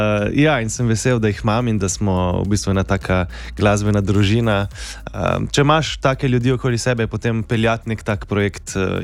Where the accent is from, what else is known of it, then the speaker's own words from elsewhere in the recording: Slovenian Littoral, Slovenia; Tako da smo Primorci potem znani, ja, da se ne kopamo več toliko poleti.